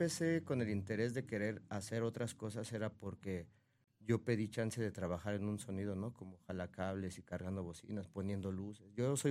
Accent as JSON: {"language": "Spanish", "region": "Mexico City", "country": "Mexico", "said": "ahí en el barrio, en Leyes"}